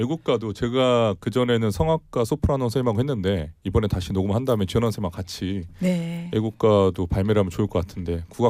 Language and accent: Korean; South Korea; 저는 제가 대한민국 사람이고